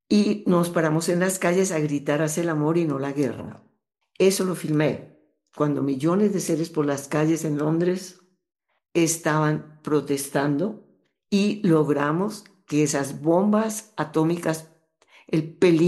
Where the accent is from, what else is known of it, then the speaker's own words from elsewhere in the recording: Colombia; moved away; Empecé en Italia, que era fácil. No nos pedían papeles, documentos. Colombia no necesitaba visa para nada, nunca.